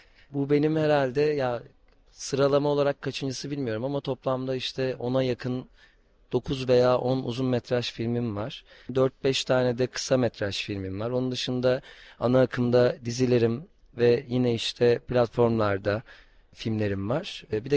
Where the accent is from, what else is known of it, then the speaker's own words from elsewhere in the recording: Istanbul, Turkey; ben İstanbul Fatih'te doğdum, büyüdüm. Hem böyle muhafazakar hem çok illegal bir yerdi ve çocukluğum da sokakta geçti açıkçası.